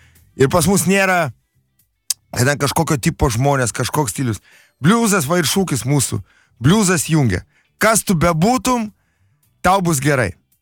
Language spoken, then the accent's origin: Lithuanian; Kaunas, Kaunas County, Lithuania; Aš pats užaugau Žaliakalnį, Kaune, netoli halės.